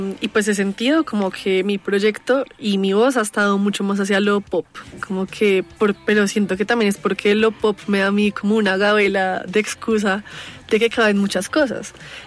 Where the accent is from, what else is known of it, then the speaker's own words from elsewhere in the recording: Colombia; yo siendo colombiana, siento que como que mi sangre no me permite tampoco restringirme a una sola cosa.